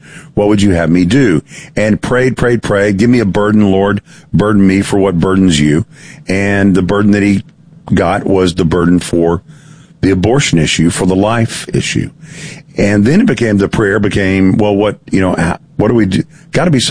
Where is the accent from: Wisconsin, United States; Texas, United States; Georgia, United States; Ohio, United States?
Texas, United States; Dallas; I was born in Dallas. I'm a native Texan.